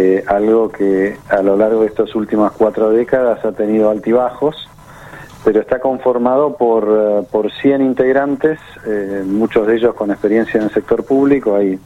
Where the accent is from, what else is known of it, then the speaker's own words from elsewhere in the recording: Argentina; me parece que como argentinos es un enorme regalo tener la posibilidad de, aunque sea por tres días, tener a un papa en la región, tener un papa en Argentina